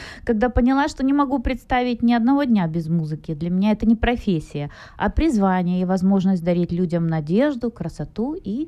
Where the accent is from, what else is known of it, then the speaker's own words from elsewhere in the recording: Odesa, Odesa Oblast, Ukraine; also born or lived in Germany; Ну, родилась я не в Одессе, я родилась в Германии, у меня отец служил там. Вот, и затем мы переехали в Одессу, вернулись к маме на родину, и вот всю жизнь я училась там, жила и...